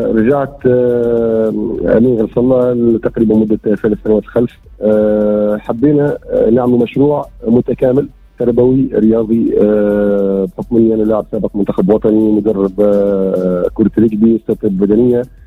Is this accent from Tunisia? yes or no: yes; Mellita, Tunisia; في قريتي اللي هي قرية مليتة بحكم أني أنا أستاذ المدنية. على فكرة أنه ما زلت نقري في السواسي في المهدية.